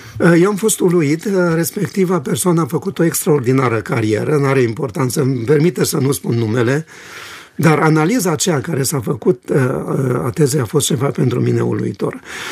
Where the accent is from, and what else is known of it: Romania